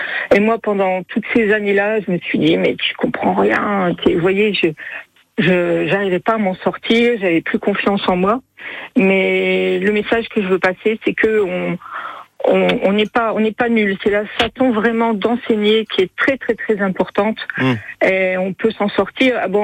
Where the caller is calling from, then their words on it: Lille, Hauts-de-France, France; j'ai 69 ans. Donc, je suis lilloise. Là, je séjourne dans le Périgord pendant les vacances.